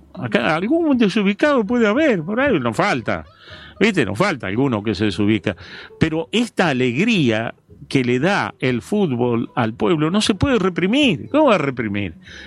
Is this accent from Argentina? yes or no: yes; María Grande, Entre Ríos, Argentina; Mi tío de Paraná le encantaba venir a María Grande, y ellos eran cuatro. Y nosotros teníamos una sola pieza